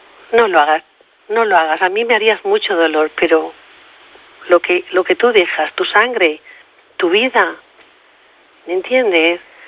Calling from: Cerdanyola del Vallès, Catalonia, Spain; Yo fui la señora que te dije que vivía al lado tuyo, vivo en Sardañola.

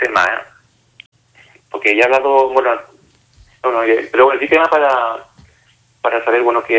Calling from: Barcelona, Catalonia, Spain; soy de Barcelona

